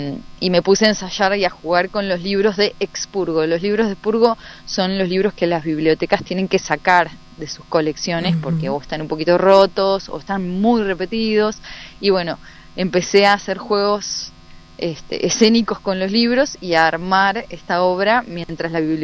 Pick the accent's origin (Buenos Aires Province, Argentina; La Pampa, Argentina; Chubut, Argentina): Chubut, Argentina; Trevelin; le pregunté a la bibliotecaria de acá, de la biblioteca popular de mi pueblo, de Trevelin